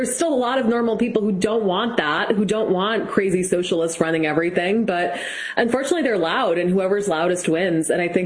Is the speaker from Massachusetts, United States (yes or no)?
yes; Massachusetts, United States; I'm from Massachusetts, which actually does have very good schools